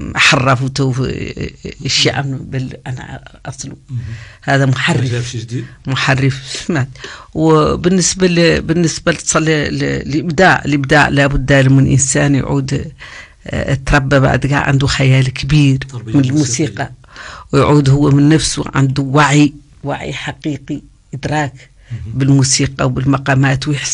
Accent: Mauritania; ونحن هون موريتاني

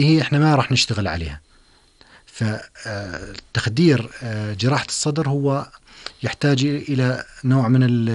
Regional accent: Jordan; وخصوصا عندنا بالأردن

